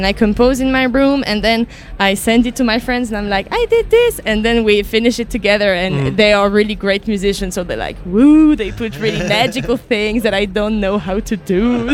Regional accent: Valais, Switzerland; now in Lausanne, Switzerland

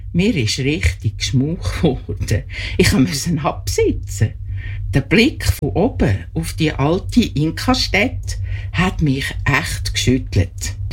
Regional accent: Lucerne, Switzerland; Ich bin in Luzern aufgewachsen

